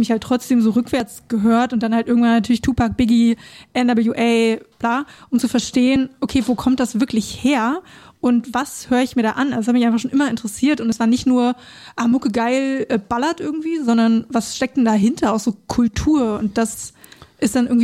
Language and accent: German; Berlin, Germany; accent: Berlin dialect; Einmal über unseren Berliner Dialekt und über Enoch.